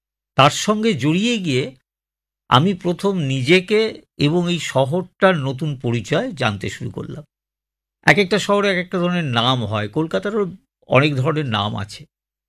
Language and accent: Bangla; Kolkata, West Bengal, India; আমি যে অঞ্চলে বড় হয়েছি, পথের নামই ছিল ঝিল রোড